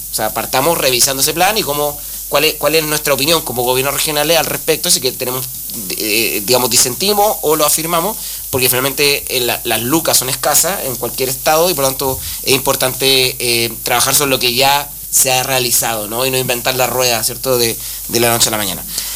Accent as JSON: {"language": "Spanish", "country": "Chile", "said": "como chilenas y chilenos"}